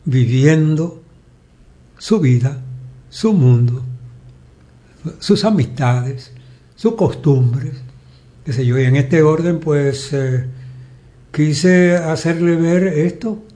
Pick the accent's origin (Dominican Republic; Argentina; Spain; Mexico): Dominican Republic; Soy dominicano. Y la gran mayoría, de los, por no decirlo todo, todos los dominicanos somos alegres